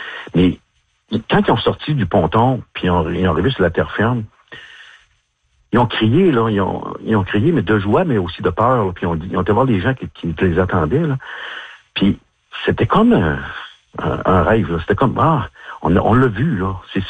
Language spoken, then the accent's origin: French; Quebec, Canada; moi je viens pas de Pouinigamouk en passant, je viens de la Côte-Nord.